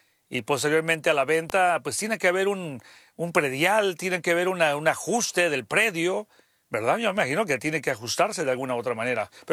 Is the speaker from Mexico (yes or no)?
yes; Nayarit, Mexico; moved away; nosotros allá en nuestro lindo Nayarit.